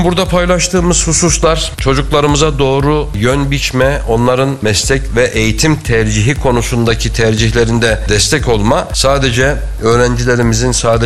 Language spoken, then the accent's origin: Turkish; Kayseri, Turkey; Memleketim Kayseri'de 2026 yılında lise 1. sınıfa başlayacak.